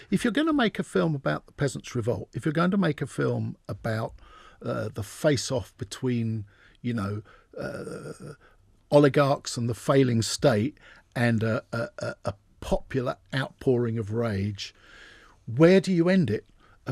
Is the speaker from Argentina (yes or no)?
no; United Kingdom; I'm just talking now from as a Brit.